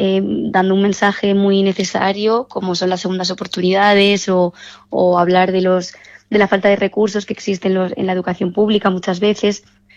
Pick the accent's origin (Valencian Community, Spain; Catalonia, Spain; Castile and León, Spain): Valencian Community, Spain; Valencia; born there; also born or lived in La Cierva, Cuenca; Yo siempre decía como que no sabía si me sentía más castellano-manchega o más valenciana, ¿sabes? Como que aunque he nacido en Valencia, al final me he criado con mis abuelos y con mi familia paterna también.